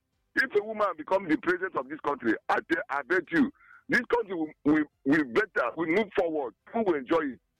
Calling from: Enugu State, Nigeria; I'm calling from over in Kano West, Enugu State.

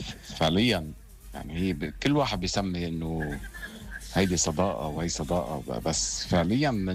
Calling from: Beirut, Beirut Governorate, Lebanon; من بيروت.

